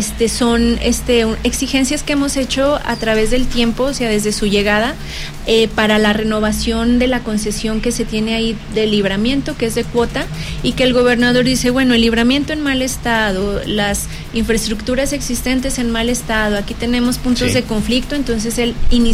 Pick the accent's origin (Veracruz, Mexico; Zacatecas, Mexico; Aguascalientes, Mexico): Zacatecas, Mexico; born there; yo nací en Zacatecas, en la capital.